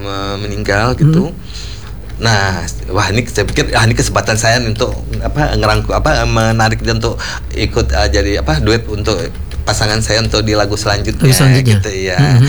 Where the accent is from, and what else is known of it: Madiun, East Java, Indonesia